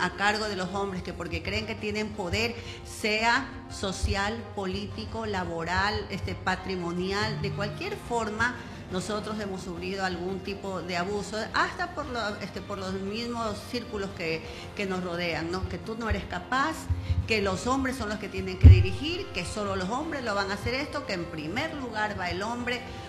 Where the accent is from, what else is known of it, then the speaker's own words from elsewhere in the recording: Guayaquil, Guayas, Ecuador; born there; also born or lived in Ambato; yo soy de Ambato también, viví en Guayaquil y nunca viví en Ambato, pero soy de Ambato y tengo que decirlo.